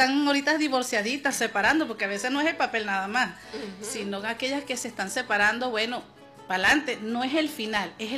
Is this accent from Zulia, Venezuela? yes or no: no; Caracas, Capital District, Venezuela; now in Píritu, Venezuela; ya no soy caraqueña, ya soy piriteña, claro, más de 30 años acá